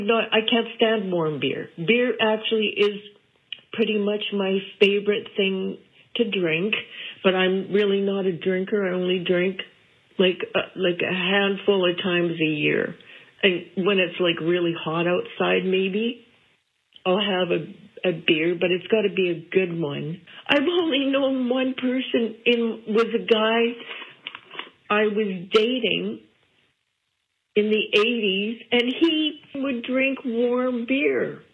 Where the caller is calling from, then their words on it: Calgary, Alberta, Canada; I'm from Calgary.